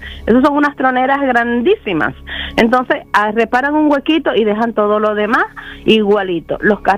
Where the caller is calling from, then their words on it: Boston, Massachusetts, United States; yo vivo en East Boston, trabajo en Somerville